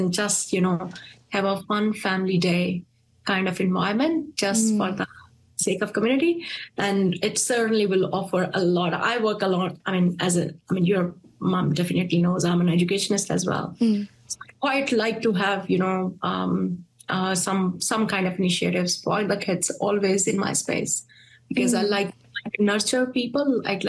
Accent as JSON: {"language": "English", "country": "Pakistan", "moved": "yes", "lives_now": "New Zealand", "said": "we have got a great history over here as Pakistani. We are very hardworking people, mostly very professional and mostly highly skilled migrants that come from, you know, Pakistan to New Zealand"}